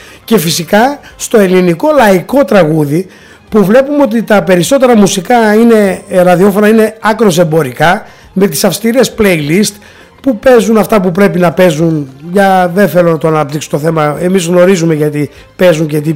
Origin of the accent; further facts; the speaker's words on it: Greece; now in Thessaloniki, Greece; είμαστε Έλληνες ρε παιδιά πάνω απ' όλα